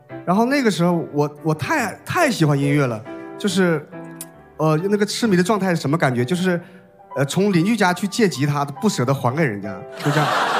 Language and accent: Chinese; Inner Mongolia, China; moved away as an adult; now in Wenzhou, China; 我的老家在内蒙古